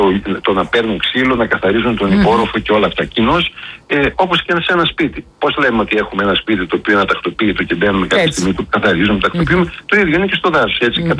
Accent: Thessaloniki, Central Macedonia, Greece; είμαι Θεσσαλονικιός

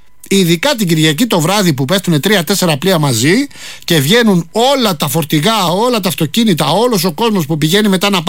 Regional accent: Rafina, Attica, Greece; moved away as an adult; επειδή εμένα είναι και ο τόπος μου, να σας πω την αλήθεια. Καλά, βέβαια έχει αλλάξει και πάρα πολύ από τότε που εγώ έφυγα. Σόγαμπρος έφυγα, πήγα σε άλλη περιοχή

